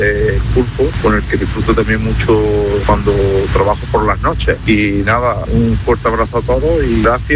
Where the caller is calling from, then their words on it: Germany; llamo desde Alemania.